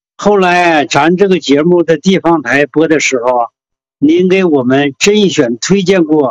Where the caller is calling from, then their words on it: Shenyang, Liaoning, China; 我是沈阳的，今年77岁了。